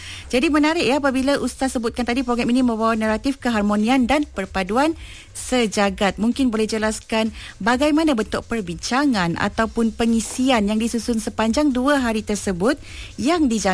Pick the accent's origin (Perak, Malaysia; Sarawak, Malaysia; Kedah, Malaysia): Sarawak, Malaysia; Saya tak bagi tahu pun Ustaz tahu saya daripada Sarawak.